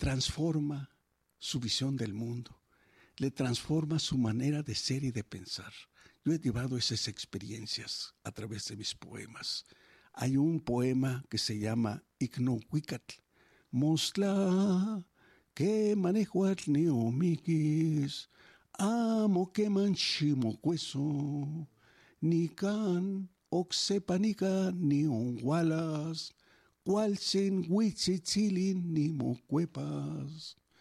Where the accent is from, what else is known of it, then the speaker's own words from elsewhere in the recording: Mexico; Somos mexicanos hablando español.